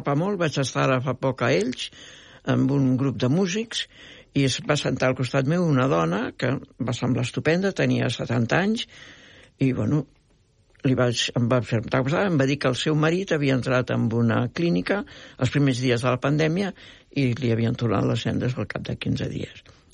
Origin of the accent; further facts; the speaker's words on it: France; En aquell moment era París, era França, jo vinc de França.